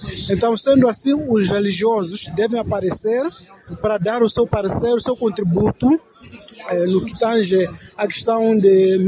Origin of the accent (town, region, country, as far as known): Mozambique